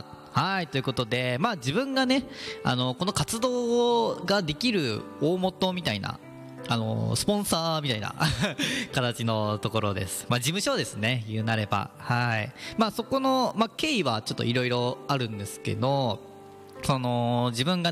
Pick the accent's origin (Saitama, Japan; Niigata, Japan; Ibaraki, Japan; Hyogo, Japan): Saitama, Japan; Gyoda; 自分の生まれ育った行田とか